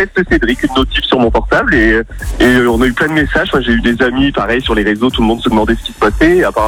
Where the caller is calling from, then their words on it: Oisy-le-Verger, Hauts-de-France, France; Je suis de Oisy-le-Verger, dans le Pas-de-Calais.